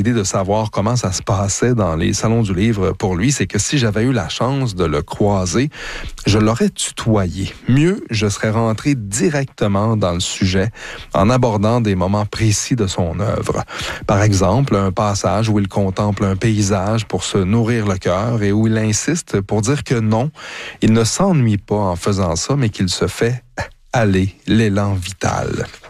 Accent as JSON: {"language": "French", "region": "Quebec", "country": "Canada", "accent": "Québécois", "said": "les agents n'auraient pas compris mon accent québécois"}